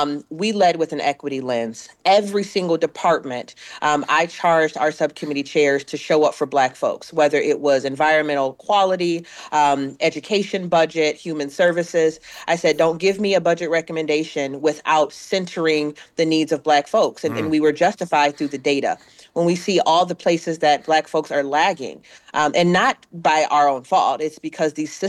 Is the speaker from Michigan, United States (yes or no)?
yes; Michigan, United States; black folks in Michigan, whether you're in Detroit, Saginaw, Flint, Battle Creek, Benton Harbor, or my hometown counting